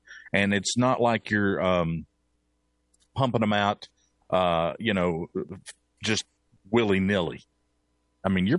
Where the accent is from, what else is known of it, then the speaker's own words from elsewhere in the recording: Bristol, Tennessee, United States; that's how we grew up in Bristol, was just having little jam sessions.